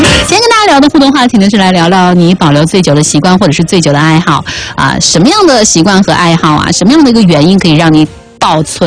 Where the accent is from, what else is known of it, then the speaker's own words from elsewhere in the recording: Chongqing, China; 他们说是我们重庆话的